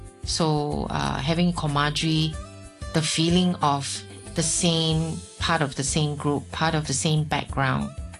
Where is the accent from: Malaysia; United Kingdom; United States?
Malaysia; now in Hong Kong; your host. I'm a Malaysian who's been living in Hong Kong nearly 40 years.